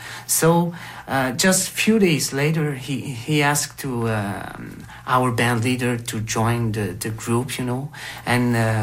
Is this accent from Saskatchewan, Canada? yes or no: no; Maliotenam, Quebec, Canada; born there; And we are from the Innu Nation, both of us, you know. And Claude was born in Chauffeurville. I was born in Maliutenam, where we live now.